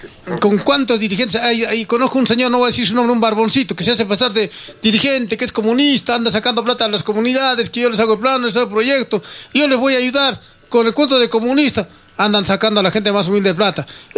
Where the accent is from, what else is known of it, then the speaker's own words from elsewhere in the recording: Arequipa, Peru; como ciudadanos arequipeños, peruanos